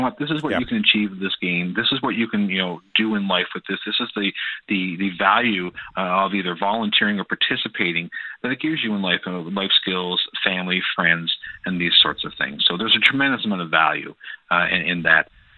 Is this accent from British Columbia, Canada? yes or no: no; Grand Falls-Windsor, Newfoundland and Labrador, Canada; I grew up here in Grand Falls, Windsor, and Terry was the voice on the radio.